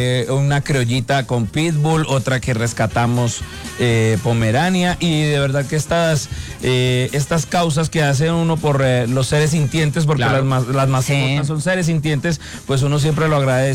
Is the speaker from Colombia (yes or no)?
yes; Santander, Colombia; Somos santandereanos.